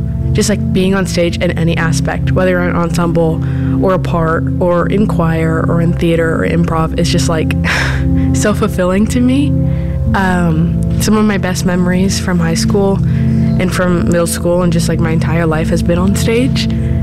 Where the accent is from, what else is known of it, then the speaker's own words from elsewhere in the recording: Indianapolis, Indiana, United States; I'm from Indianapolis.